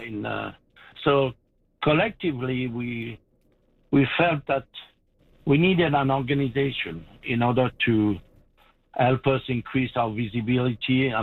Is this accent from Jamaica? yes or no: no; France; English is a second language; moved away as an adult; now in Saskatchewan, Canada; I was raised in France. I went to university in France, and I was a student activist in the May 68 uprising in Paris.